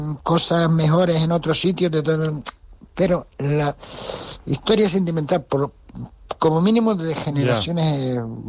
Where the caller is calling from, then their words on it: Las Palmas de Gran Canaria, Canary Islands, Spain; lo dice uno de Las Palmas